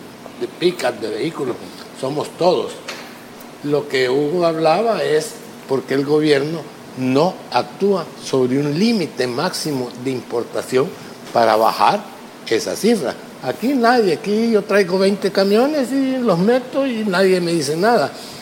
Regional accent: El Salvador; nosotros como salvadoreños

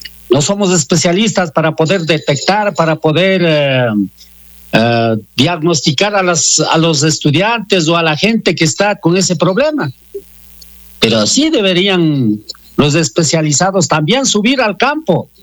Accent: Ecuador; Porque somos de Ecuador.

